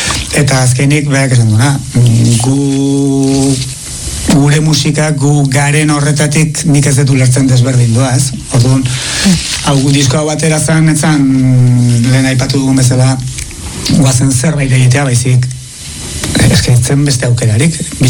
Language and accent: Basque; Tolosa, Basque Country, Spain; ni Tolosarra naiz, Tolosan baditugu bi